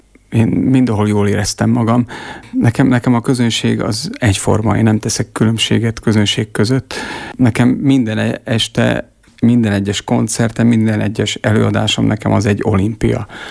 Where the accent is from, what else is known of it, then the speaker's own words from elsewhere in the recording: Trnava Region, Slovakia; moved away; Tehát kötődök, nagyon is kötődök a szülőfalumhoz és Csallóközhöz.